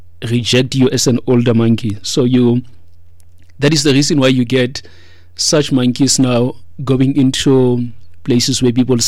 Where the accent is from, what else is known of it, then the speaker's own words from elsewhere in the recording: North West, South Africa; growing up in the Northwest, where I stay, Thandabantu, we see monkeys a lot in our area.